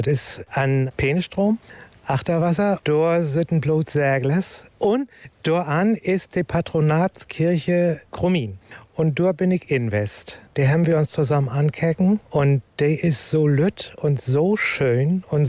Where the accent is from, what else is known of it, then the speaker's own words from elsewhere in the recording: Baumgarten, Germany; Ja, bei uns in Dörp, also da, wo ich herkomme, in Baumgarten, da haben wir so auch so ein Feldstein- und Fachwerkkarg.